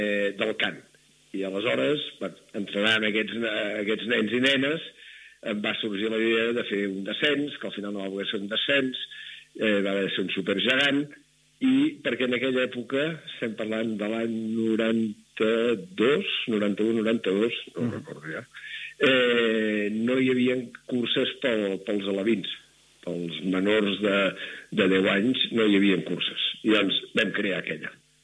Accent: Barcelona, Catalonia, Spain; Jo sóc fill de Barcelona, uh-huh.

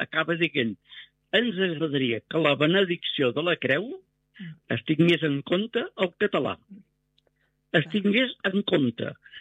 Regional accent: Catalonia, Spain; jo al final els deia, d'un poble al costat de Gallifa.

